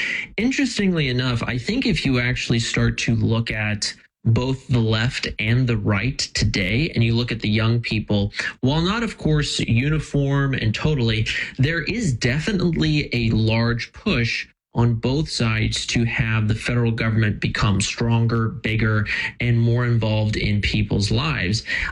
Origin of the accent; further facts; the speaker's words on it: United States; I'm a constitutionalist. I'm an American.